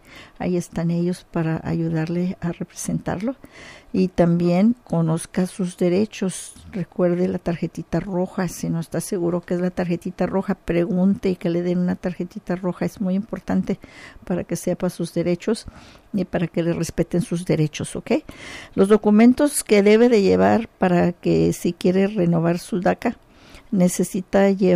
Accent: Porterville, California, United States; Porterville, California, 93257. Mi pueblo donde crecí yo.

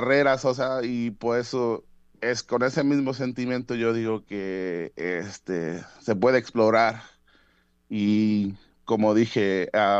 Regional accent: Mexico; moved away; yo como mexicano

